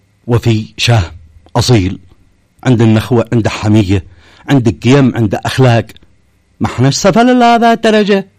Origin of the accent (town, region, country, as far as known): Yemen